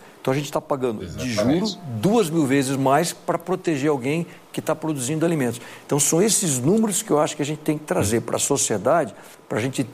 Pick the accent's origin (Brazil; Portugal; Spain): Spain; Portuguese is a second language; Como bom espanhol, vou falar algo aqui que vai ser uma heresia que eu vou falar aqui ao vivo, tá?